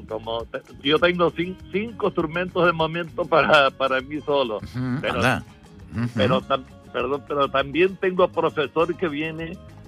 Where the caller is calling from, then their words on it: Huesca, Aragon, Spain; Pues de aquí, de Huesca.